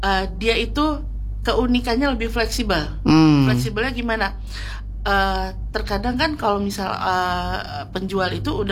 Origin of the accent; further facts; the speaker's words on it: Palembang, South Sumatra, Indonesia; moved away; Nah, karena saya asli orang Sumatera kan, Palembang.